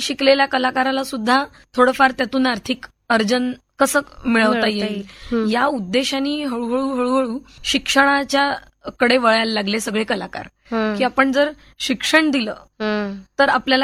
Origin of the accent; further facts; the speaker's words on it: Nagpur, Maharashtra, India; मी नागपूरची आहे